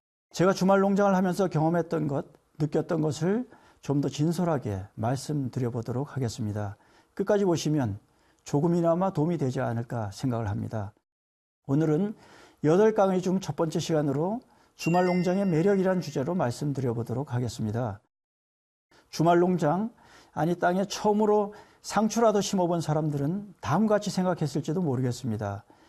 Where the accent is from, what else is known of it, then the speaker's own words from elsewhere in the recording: Gangwon, South Korea; 저는 어린 시절을 강원도 농촌에서 보냈습니다.